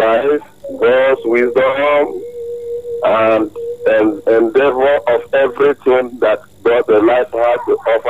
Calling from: Benue, Nigeria; I'm calling from Ojibwe, Gore, Ito, of the local government.

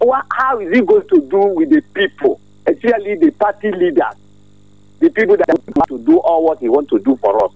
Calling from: Makurdi, Benue, Nigeria; I'm calling from High Level, please.

